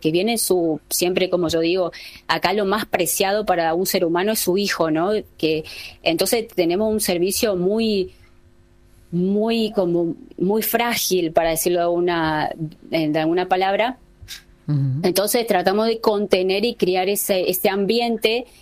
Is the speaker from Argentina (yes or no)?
yes; Argentina; como somos los argentinos